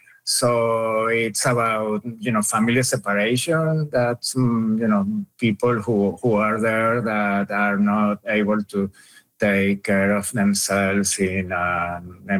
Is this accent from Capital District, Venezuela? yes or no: yes; Caracas, Capital District, Venezuela; moved away; I'm from Caracas.